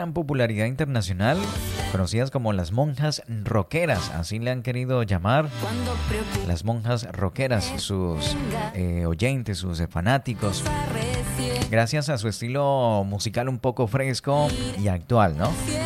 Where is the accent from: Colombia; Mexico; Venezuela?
Colombia